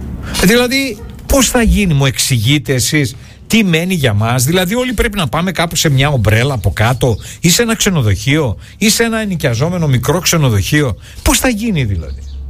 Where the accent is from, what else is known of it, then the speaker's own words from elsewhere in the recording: Central Macedonia, Greece; Εμείς στη Χαλκιδική, σε όλη τη Βόρεια Ελλάδα, στη Χαλκιδική, στη Θάσο, δεν είμαστε τουρίστες, είμαστε γηγενείς.